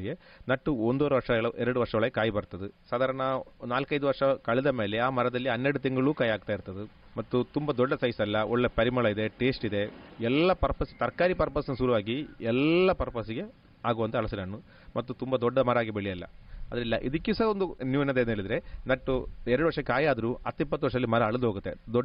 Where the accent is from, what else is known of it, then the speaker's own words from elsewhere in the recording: Karnataka, India; also born or lived in Alake Majalu; ನಿನ್ನ ಕಲ್ಲಿನಲ್ಲಿ ಒಂದು ಊರಿನ ಹೆಸರು ನಿಲ್ಲುವ ಕಲ್ಲಂದ, ಅದು ಆ ಊರಿನ ಹೆಸರು ಅದೇ ಊರಲ್ಲಿ ನನ್ನ ಮನೆ ಇರದ ಕಾರಣ